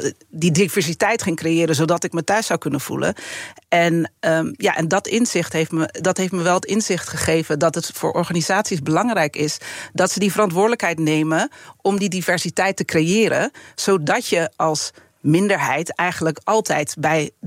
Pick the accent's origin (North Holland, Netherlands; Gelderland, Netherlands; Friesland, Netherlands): North Holland, Netherlands; Haarlem; ik kom uit Haarlem, ik ben getrouwd met Sabine en wij hebben twee tienerdochters.